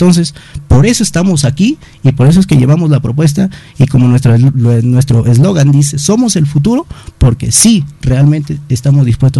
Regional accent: Peru; yo quiero regalar mis mejores años al servicio de mi pueblo, de mi distrito de Gallipampa.

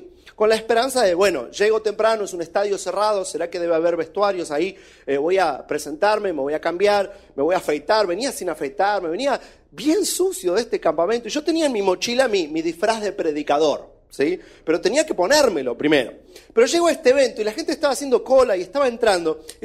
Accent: Argentina; accent: mixed; moved away; also born or lived in California; soy argentino, aunque vivo hace muchos años afuera, así que mi acento quizás es un poquito extraño.

